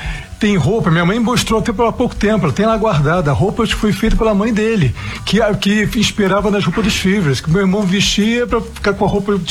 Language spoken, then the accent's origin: Portuguese; Rio de Janeiro, Brazil; Eu sou carioca